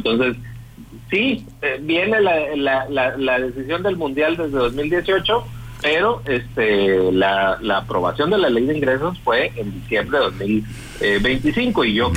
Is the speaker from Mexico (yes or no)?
yes; Hermosillo, Sonora, Mexico